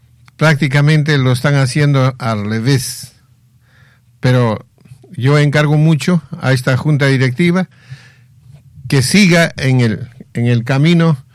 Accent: Oyón, Lima, Peru; Soy de Ollón

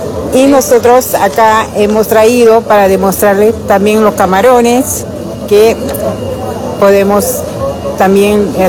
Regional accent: Yapacaní, Santa Cruz, Bolivia; Nosotros somos de Yapacaní, de Santa Fe, de Yapacaní, que venimos a mostrar también nuestros productos que vendemos.

